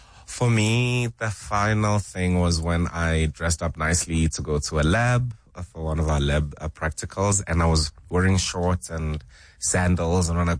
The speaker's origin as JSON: {"language": "English", "town": "Thohoyandou", "region": "Limpopo", "country": "South Africa", "tie": "born there", "said": "oh, I was born in Thohoyandou. I don't know much about Venda as a Bantustan, and it feels further now, but this body of work makes me want to go learn and understand my history better."}